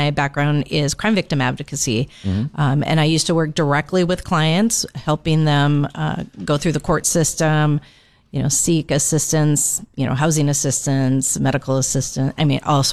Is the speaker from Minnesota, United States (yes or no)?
yes; Moorhead, Minnesota, United States; See, always tying it back to my hometown.